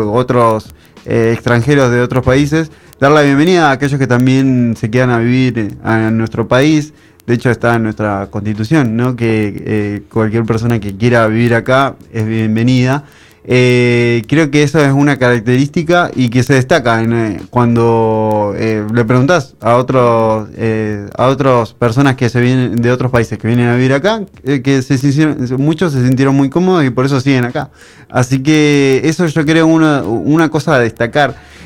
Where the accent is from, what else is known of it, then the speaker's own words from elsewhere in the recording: Argentina; Yo creo que un rasgo como argentinos es